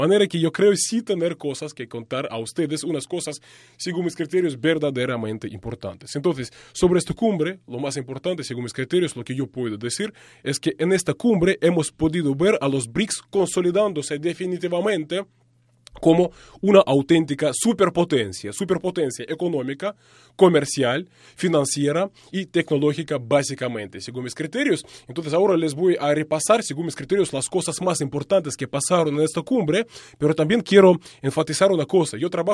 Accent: Russia; la cumbre de los BRICS que se celebró en el año 2024 en mi país, en Rusia.

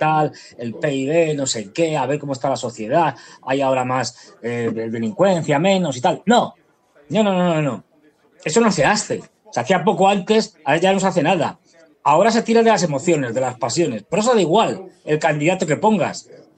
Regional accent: Madrid, Community of Madrid, Spain; Pues yo soy de Madrid y me da igual que mi equipo juegue bien, juegue mal

